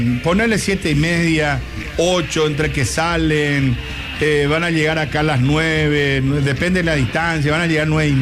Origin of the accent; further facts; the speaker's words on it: Paraguay; ¿Viste que yo soy bien paraguayo?